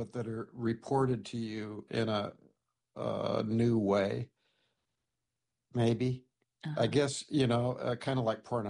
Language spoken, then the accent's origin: English; Storm Lake, Iowa, United States; born there; And I was born in Storm Lake.